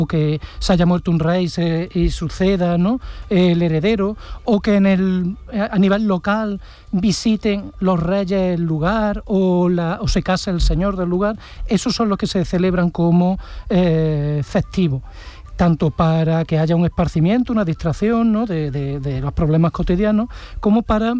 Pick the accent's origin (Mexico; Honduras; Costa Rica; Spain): Spain; Cádiz, Andalusia; yo soy de Cádiz